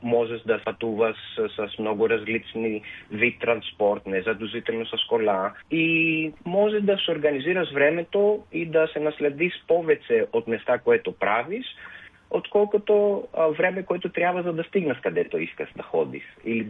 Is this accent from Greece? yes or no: yes; Athens, Attica, Greece; Bulgarian is a second language; Спрямо Атина. Аз съм от Атина.